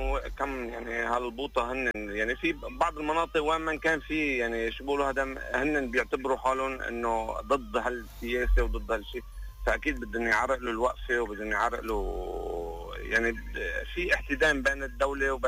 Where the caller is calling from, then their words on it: Tripoli, North Governorate, Lebanon; من طرابلس.